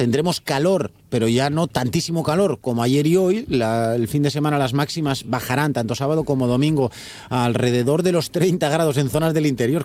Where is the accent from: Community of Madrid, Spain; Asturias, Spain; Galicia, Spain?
Asturias, Spain; Claro, somos protestones, los asturianos somos repunantucos, entonces protestamos siempre por todo